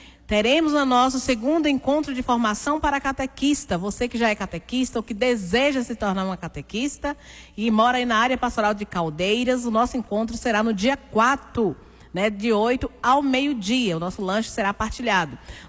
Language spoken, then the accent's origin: Portuguese; Brazil; nós somos brasileiros